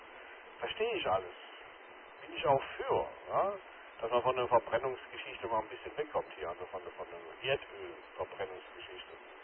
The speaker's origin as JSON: {"language": "German", "town": "Mannheim", "region": "Baden-Württemberg", "country": "Germany", "tie": "born or raised there", "said": "Ich habe mit einem Kollegen gesprochen, in Mannheim-Seckenheim, wo ich groß geworden bin. Das ist ein bisschen dörflich damals noch gewesen, heute ist er Spree bebaut."}